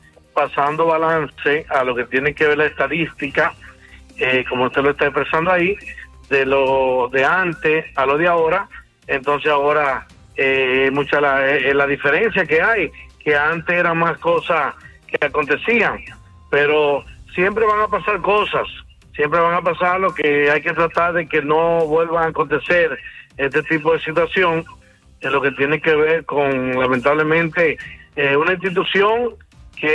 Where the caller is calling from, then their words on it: Santiago de los Caballeros, Santiago, Dominican Republic; Vengo desde la ciudad de Santiago